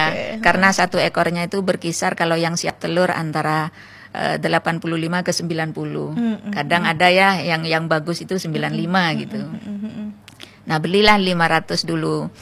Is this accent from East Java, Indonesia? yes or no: yes; Pamekasan, East Java, Indonesia; Dan saya karena di perkotaan, lingkungan kan padat di saya itu. Jadi saya alihkan ke Pamekasan karena saya asli Pamekasan.